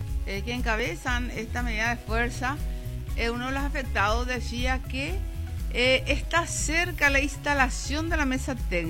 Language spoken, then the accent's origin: Spanish; Paraguay